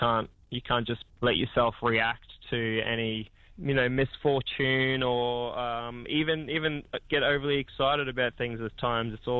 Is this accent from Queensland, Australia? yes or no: yes; Townsville, Queensland, Australia; born and bred in Townsville, it's quite the shock